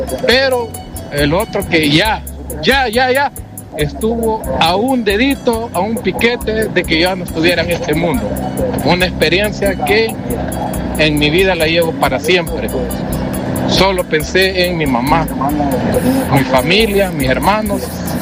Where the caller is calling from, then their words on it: El Salvador; mi experiencia como todo salvadoreño